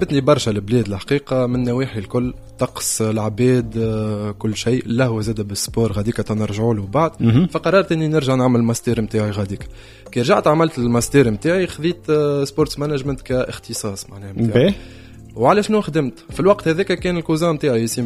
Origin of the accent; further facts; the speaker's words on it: Tunisia; عندنا في تونس